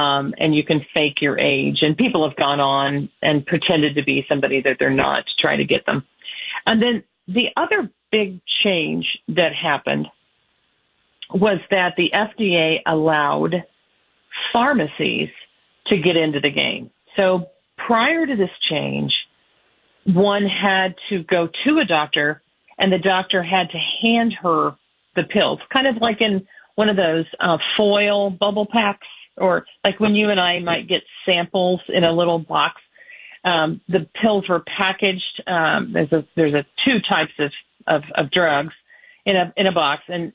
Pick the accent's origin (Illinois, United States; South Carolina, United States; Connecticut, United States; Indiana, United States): Indiana, United States; Texas, my home state of Indiana.